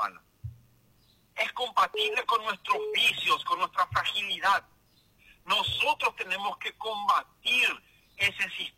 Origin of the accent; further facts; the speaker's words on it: Paraguay; yo como paraguayo puedo ser un súbdito.